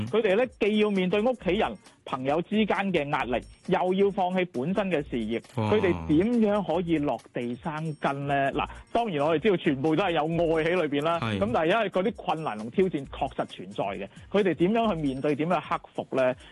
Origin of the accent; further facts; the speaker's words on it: Hong Kong; 跨境婚姻咧係我哋香港人結婚嘅主流嚟喎